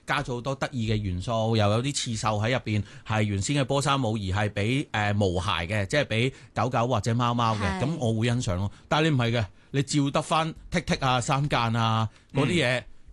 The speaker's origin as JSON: {"language": "Cantonese", "country": "Hong Kong", "said": "我哋作为香港人"}